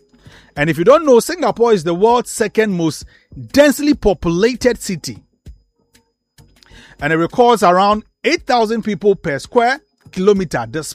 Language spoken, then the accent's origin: English; Ghana; So as a Ghanaian, when you go to Dubai, all you have to do is just download Dubai Now app.